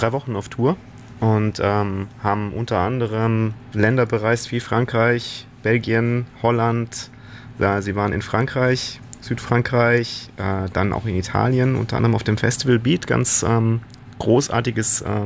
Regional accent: Swabia, Germany; Ich bin Schwabe, deswegen kann ich es mit dem Sch ganz gut.

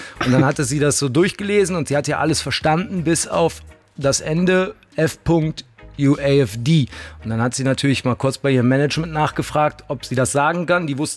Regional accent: Cologne, North Rhine-Westphalia, Germany; Wir als Kölner, wir sind halt ein bisschen nerdig so, ne?

